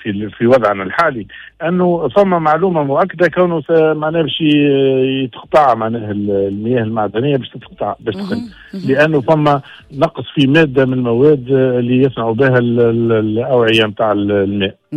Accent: Tunisia; انا كمواطن تونسي

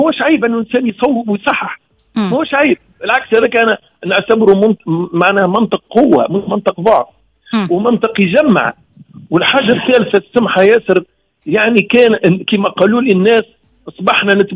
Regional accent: Tunisia; قداش احنا شعب طيب، قديش التوانسة الطيبين،

